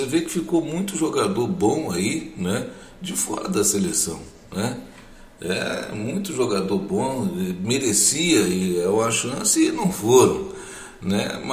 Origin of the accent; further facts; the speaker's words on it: Brazil; nós somos brasileiros